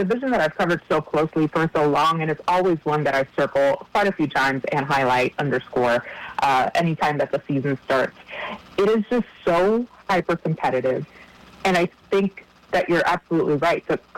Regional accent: Miami, Florida, United States; I grew up in the East Coast. I grew up in Miami

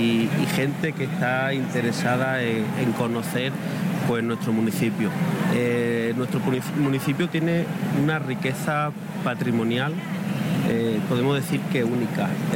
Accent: Peñarroya-Pueblonuevo, Andalusia, Spain

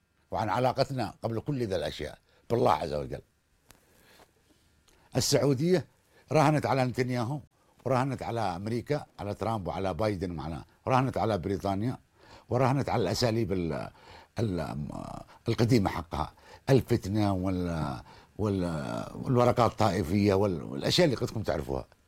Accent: Yemen; كوننا حيثية يمنية بامتياز

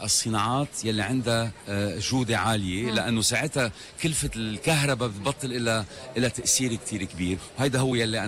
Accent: Lebanon

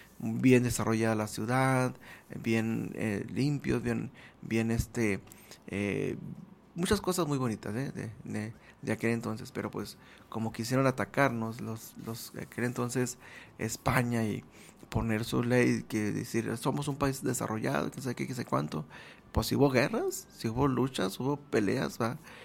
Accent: northern Mexico, Mexico; del sur del país, nos dicen que nosotros hablamos enojados, ¿verdad? Y nosotros del norte le decimos a los del sur que hablan cantando

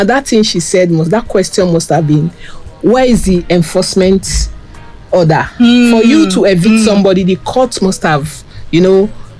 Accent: Warri, Delta, Nigeria; I was born and bred in Warri

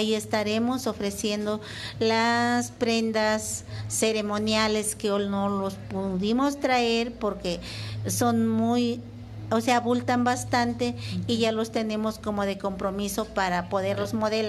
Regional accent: Papantla, Veracruz, Mexico

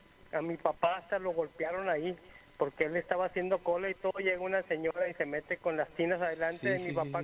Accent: Tijuana, Baja California, Mexico; Fíjese que yo soy de aquí de Tijuana

